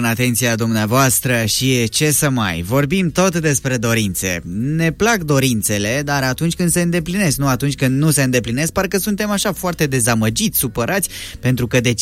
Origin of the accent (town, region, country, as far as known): Romania